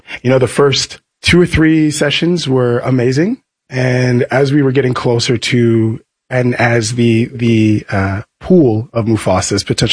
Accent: Toronto, Ontario, Canada; I'm from Toronto, Ontario, Canada.

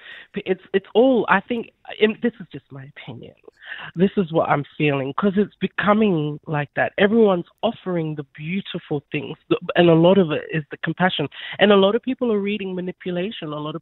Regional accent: Mimili, South Australia, Australia; And I'm from Mimli community. Arnungu Kidindara Yankundara lands in Central Australia.

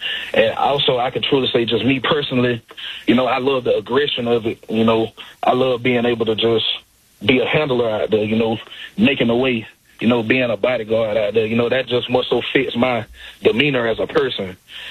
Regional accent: Georgia, United States; I'm originally from South Georgia, like

